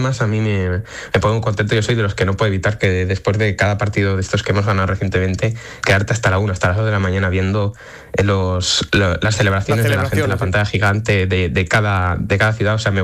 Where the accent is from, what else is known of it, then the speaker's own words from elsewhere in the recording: Aragon, Spain; o sea, yo soy de un pueblo de Teruel